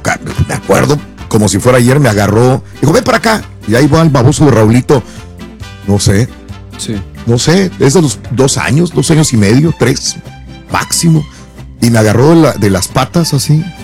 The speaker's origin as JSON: {"language": "Spanish", "town": "Matamoros", "region": "Tamaulipas", "country": "Mexico", "said": "yo soy de Matamoros, pero la familia de mi mamá es de Nuevo León, Gualahuises, Linares."}